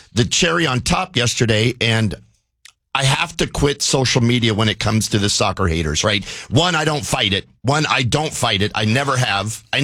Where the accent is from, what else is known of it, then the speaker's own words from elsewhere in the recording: Seattle, Washington, United States; Growing up in Seattle, everyone played at age 5 and 6.